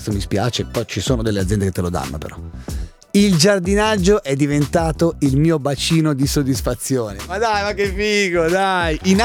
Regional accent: Bresso, Lombardy, Italy; anche a Bresso, nel mio paese, sempre a Nord Milano

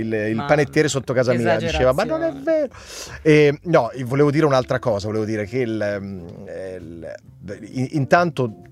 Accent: Lombardy, Italy; mettici che sono anche bergamasco e quindi hai fatto, cioè, il pacchetto è proprio è tosto

